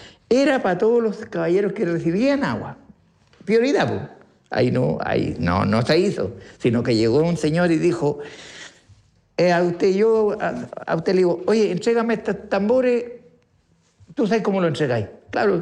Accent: Santiago, Santiago Metropolitan Region, Chile; now in Laja, Chile; Yo venía con eso, yo vengo de Santiago, ¿cierto? Y vengo con eso de criar lombrices. Venía de allá yo con criar lombrices.

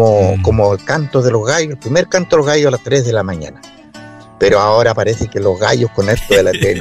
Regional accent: Santa Bárbara, Biobío, Chile; yo fui criado en el campo, en el sector de Villucura, de la comuna de Santa Bárbara.

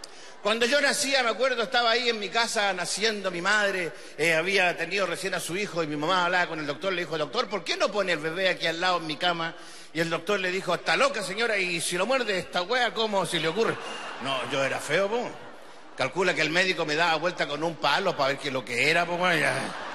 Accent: Patagonia, Argentina; yo soy de allá de la Patagonia, donde hace tanto frío, la temperatura en el frío baja a los 10 grados bajo cero

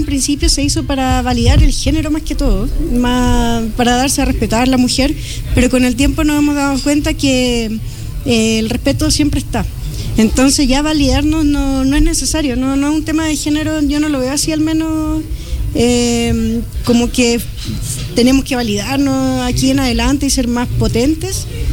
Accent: Santiago, Santiago Metropolitan Region, Chile; Vengo de Santiago, y la verdad, la realidad es muy distinta.

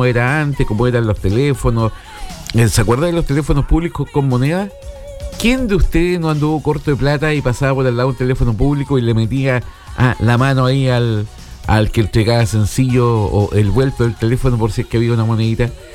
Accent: Tomé, Biobío, Chile; porque yo soy tomecino, vengo de la comuna de Tomé

